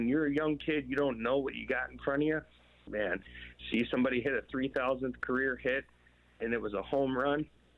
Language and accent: English; Detroit, Michigan, United States; also born or lived in Florida; now in Knoxville, United States; And I'm from Detroit, Michigan, and I can't be with my father today, but we love baseball, and we love the Tigers. And, you know, back when we lived in Florida, we loved the Devil Rays.